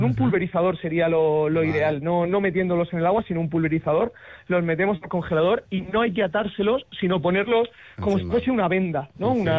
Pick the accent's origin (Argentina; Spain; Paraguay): Spain; Murcia, Region of Murcia; also born or lived in San Sebastián; yo soy de Murcia, aquí la cosa es tremenda